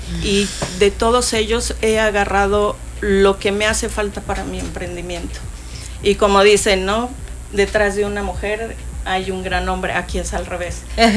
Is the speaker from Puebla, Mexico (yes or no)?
yes; Puebla, Mexico; now in Cancún, Mexico; Entonces nosotros venimos desde Puebla, venimos aquí a Cancún.